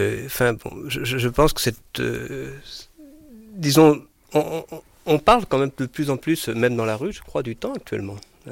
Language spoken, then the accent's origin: French; Janzé, Brittany, France; Jansé en Ille-et-Vilaine, et le temps était vraiment le problème de tous les jours pour les moissons, pour j'ai vécu tout ça dans ma jeunesse.